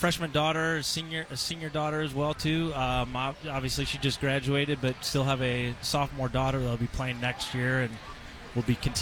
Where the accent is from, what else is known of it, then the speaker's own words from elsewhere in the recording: St. Louis, Missouri, United States; moved away; I grew up in St. Louis